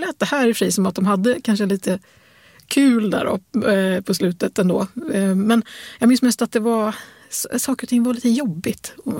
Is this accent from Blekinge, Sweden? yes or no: no; Örebro, Örebro County, Sweden; Och då till slut blev det så att jag växte upp i Örebro, så att det var ju liksom 20 mil till Stockholm, och ganska långt då kändes det.